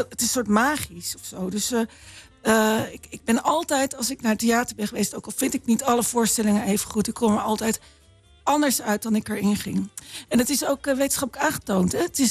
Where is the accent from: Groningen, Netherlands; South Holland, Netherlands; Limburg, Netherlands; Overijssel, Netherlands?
South Holland, Netherlands; Voorburg; born there; moved away; also born or lived in Veenendaal; Ik ben geboren in Voorburg. Mijn heel veel vrienden wonen ook nog in het westen.